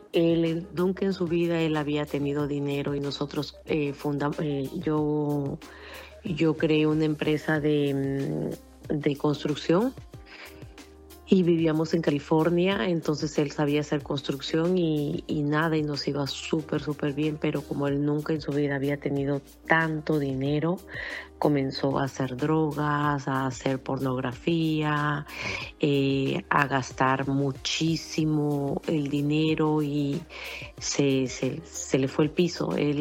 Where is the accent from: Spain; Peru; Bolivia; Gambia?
Peru; now in United States; Yo vine con ese chip desde Perú, que una mujer la tiene que cuidar un hombre.